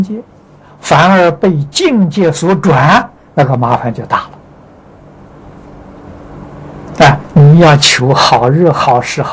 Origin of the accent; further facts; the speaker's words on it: China; 那我们中国人称圣人